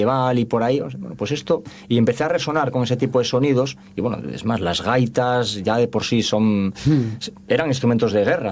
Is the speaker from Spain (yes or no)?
yes; Carreño, Asturias, Spain; now in Avilés, Spain; Yo llevo muchos años afincado en Áviles, pero realmente soy de Carreño